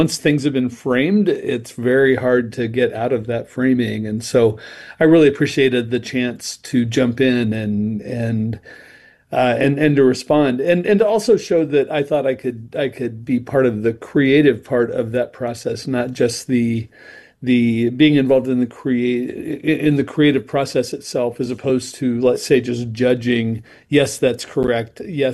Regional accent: Wichita, Kansas, United States; And I grew up in Wichita, and lots of readers in the 1970s when I was in school, mainly girls, fair or unfair, liked the books.

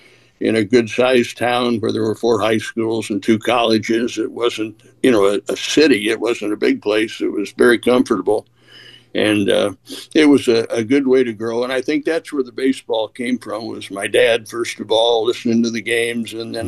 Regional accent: Bloomington, Illinois, United States; I grew up in Bloomington, Normal.

